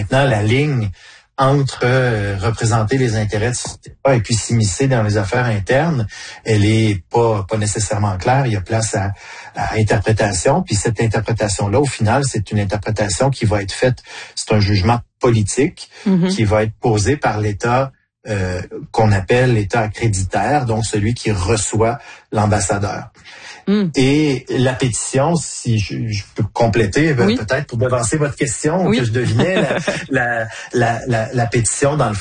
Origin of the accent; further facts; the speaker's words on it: Canada; chez nous au Canada